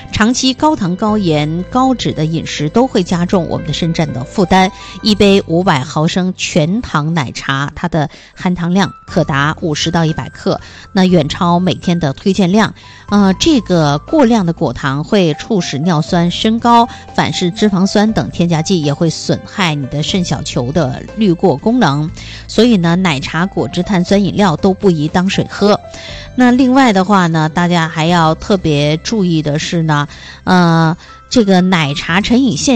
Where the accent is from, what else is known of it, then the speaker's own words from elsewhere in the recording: China; 我们中国人讲究的是民以食为天